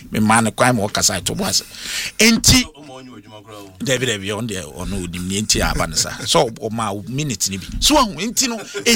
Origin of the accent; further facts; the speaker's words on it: Ghana; I'm speaking as a Ghanaian